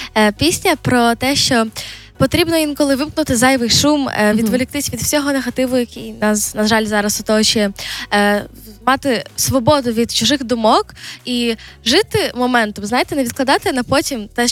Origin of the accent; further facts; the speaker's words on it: Lviv, Lviv Oblast, Ukraine; moved away as an adult; now in Kyiv, Ukraine; Звісно, я переїхала в Київ на навчання зараз, бо я сама зі Львова.